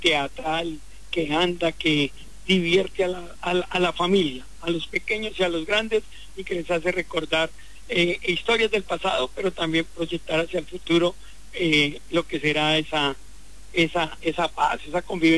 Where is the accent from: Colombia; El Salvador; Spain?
Colombia; Bogotá; moved away; Nosotros somos de Bogotá